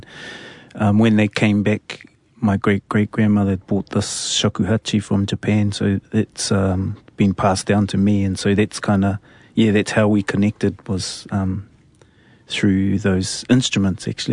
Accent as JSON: {"language": "English", "country": "New Zealand", "said": "On my grandmother's side, I am from the Rangitike, which is Mōkai Poatea, Kahungunu, and then across to Ngāti Rangi, which is the mountains, Ruapehu, and then down the Whanganui River."}